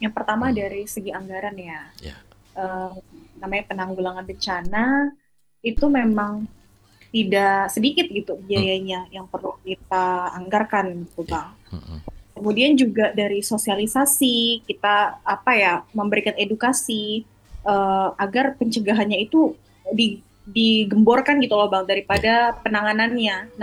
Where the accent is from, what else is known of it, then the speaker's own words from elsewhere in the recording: Sanggau, West Kalimantan, Indonesia; Saya asli Sanggau